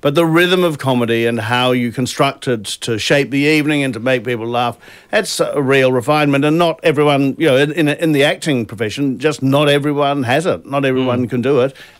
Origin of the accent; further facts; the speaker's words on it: New Zealand; But this song, look, I grew up in New Zealand. … were absolutely seminal to my musical upbringing.